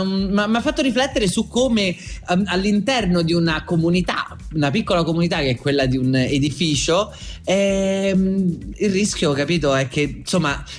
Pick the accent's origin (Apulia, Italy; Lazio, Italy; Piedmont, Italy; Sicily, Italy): Lazio, Italy; Viterbo; Io sono di Viterbo